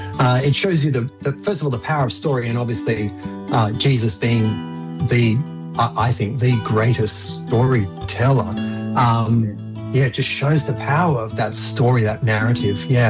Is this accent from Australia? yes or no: yes; Australia; as an Aussie